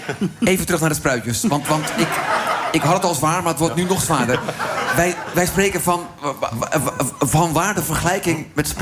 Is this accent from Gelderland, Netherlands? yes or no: no; Utrecht, Netherlands; Ik ben een Utrechter.